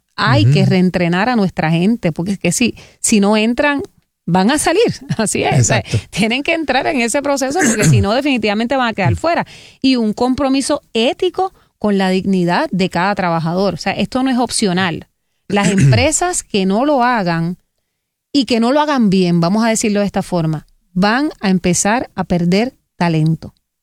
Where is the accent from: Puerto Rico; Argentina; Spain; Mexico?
Puerto Rico